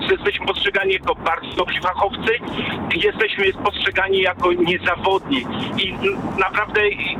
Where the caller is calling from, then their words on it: Rzepin, Lubusz Voivodeship, Poland; Mieszkam w Rzepinie, 20 km od granicy